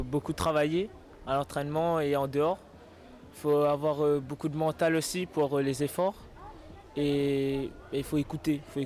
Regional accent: Réunion, France; Bonjour à tous … j'ai 15 ans et je viens de La Réunion.

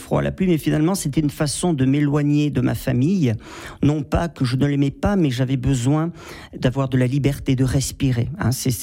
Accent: Millau, Occitanie, France; also born or lived in Saint-Paul-Trois-Châteaux, France / Montélimar, France; Oui, je suis né à Saint-Paul-Trois-Châteaux, j'ai vécu 8 ans à Montélimar, et après on est allé à Millau, dans l'Aveyron.

